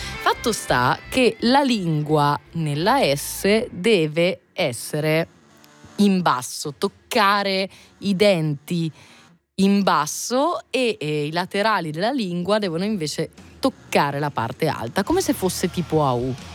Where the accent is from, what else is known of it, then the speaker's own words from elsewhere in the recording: Emilia-Romagna, Italy; io essendo emiliana avevo qualche problema, ho qualche problema con la pronuncia corretta della S